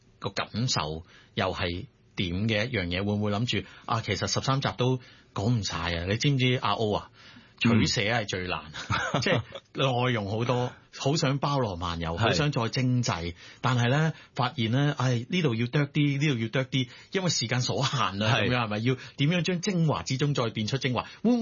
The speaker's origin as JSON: {"language": "Cantonese", "region": "Guangdong", "country": "China", "said": "我哋廣東人食粵菜"}